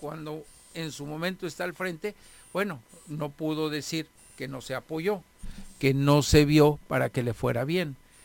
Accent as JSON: {"language": "Spanish", "country": "Mexico", "said": "creo que nuestra obligación como mexicanos es apoyarla."}